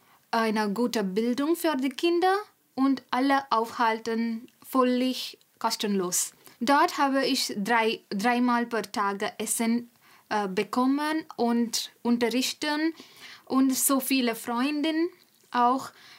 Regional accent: India; German is a second language; moved away as an adult; now in Oberursel, Germany; Ich bin 26 Jahre alt. Ich komme aus Indien. Ich arbeite Krankenschwester als Beruf. Ich bin seit 3 Monaten in Deutschland.

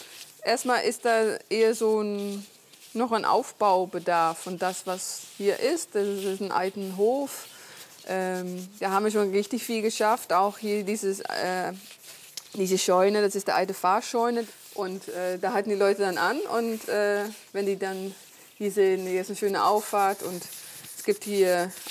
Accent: Zeeland, Netherlands; German is a second language; now in Mecklenburg Lake District, Germany; aus der Ecke, wo ich aus Holland komme, aus Seeland

